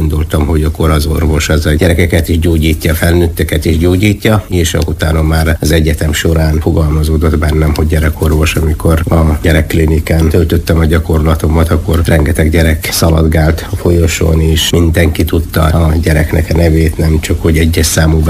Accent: Taiz Governorate, Yemen; Hungarian is a second language; moved away as an adult; now in Gyula, Hungary; Jemenben egy kis faluban nevelkedtem. Ilyen 120 km a Jemen második legnagyobb városától fekszik. Ott szereztem meg az általános iskolai végzettségem. Ott töltöttem, utána a gimnázium már a városban

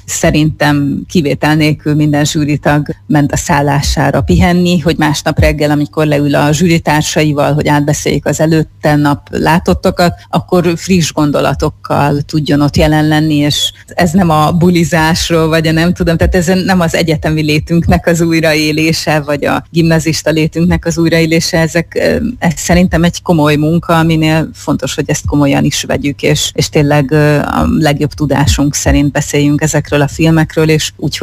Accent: Hungary; mint én magyarként

